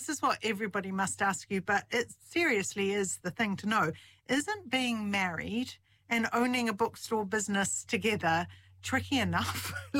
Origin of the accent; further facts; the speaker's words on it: Ahuriri, Hawke's Bay, New Zealand; born there; I was born in Ahuriri